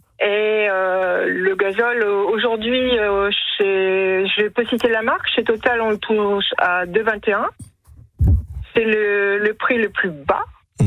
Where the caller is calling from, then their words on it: Hauts-de-France, France; Du Pas-de-Calais.